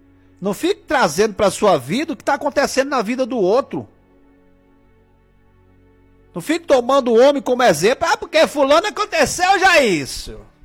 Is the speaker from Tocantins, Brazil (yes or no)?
yes; Tocantins, Brazil; eu sou do norte, lá do Tocantins, né? E tem muito dizer do norte diferente.